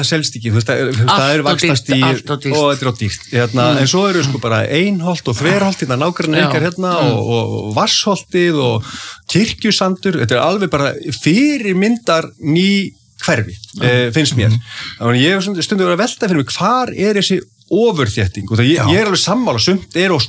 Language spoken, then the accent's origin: Icelandic; Reykjavík, Capital Region, Iceland; Ég er alinn upp í Breiðholtinu. Í hólunum í Breiðholti